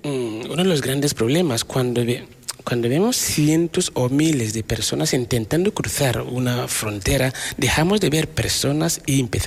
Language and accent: Spanish; Ghana; now in Spain; Yo puedo ser de Ghana y sentir España como mi casa